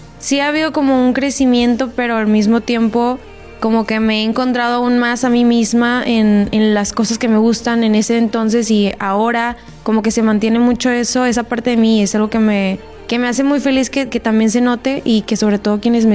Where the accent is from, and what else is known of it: Monterrey, Nuevo León, Mexico